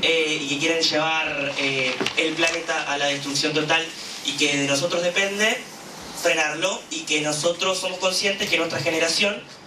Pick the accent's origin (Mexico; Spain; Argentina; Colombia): Argentina; Vengo de Argentina